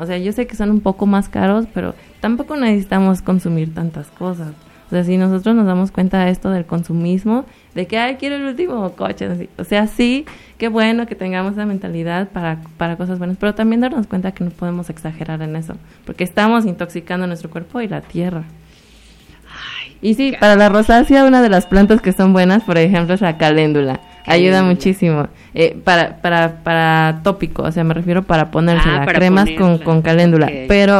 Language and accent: Spanish; Tlaxcala, Mexico; yo soy de Tlaxcala